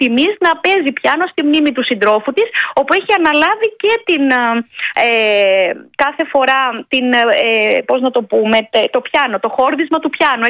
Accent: Pyrgaki, Peloponnese, Greece; moved away as an adult; also born or lived in Ioannina; now in Anopoli, Sfakia, Greece; Εγώ είμαι από την Νότιο Δυτική Πελοπόννησο, νομός Μεσσηνίας, Πυργάκι το χωριό μου.

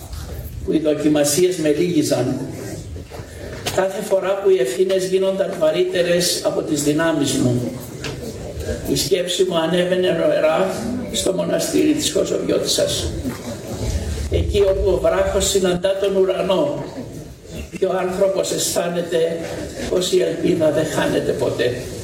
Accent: Amorgos, South Aegean, Greece; moved away; ποτέ δεν έφυγα πραγματικά από την Αμορώ. Ένα κομμάτι της ψυχής μου έμεινε πάντοτε εδώ

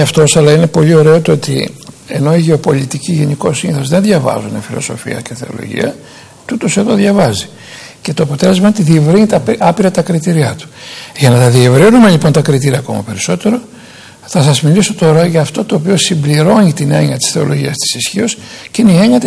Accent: Greece; Δεν έχει σημασία ότι εγώ είμαι Έλληνας

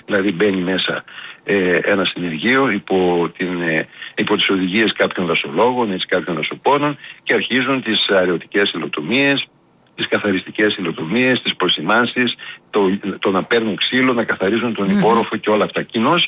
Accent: Thessaloniki, Central Macedonia, Greece; γιατί ξέρω και πολύ καλά το δάσος, είμαι Θεσσαλονικιός

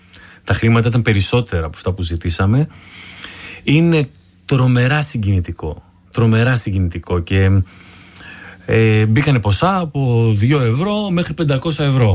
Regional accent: Igoumenitsa, Epirus, Greece; Συνειδητοποίησα την καταγωγή μου, επειδή είμαι από την Ιγουμενίτσα. Τα μισά που έλεγαν τα καταλάβαινα, γιατί μιλάνε αρβανίτικα. Μιλούσαν αρβανίτικα πιο παλιά στην Οικουμενίτσα.

